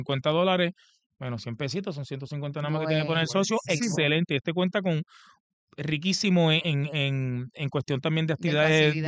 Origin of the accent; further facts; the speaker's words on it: Aguas Buenas, Puerto Rico; los parques hacia mi pueblo Aguabuena